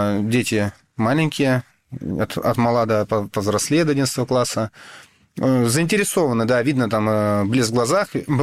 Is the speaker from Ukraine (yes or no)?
no; Ponazyrevo, Kostroma Oblast, Russia; born there; Я родился в Костромской области, в глубинке, поселок Поназарево.